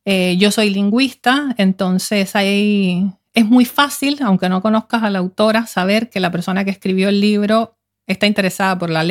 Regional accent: Cuba; now in Norway; soy la primera cubana que escribe desde Noruega sobre Cuba.

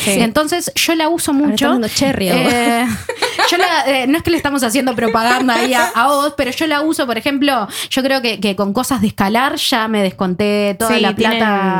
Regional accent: Uruguay; now in Norway; yo como uruguaya, de que está muy acostumbrada al sistema de cooperativas y a esto de que tenés que tener antigüedad, una de las primeras cosas que hice acá en Noruega fue hacerme socia de OBOS.

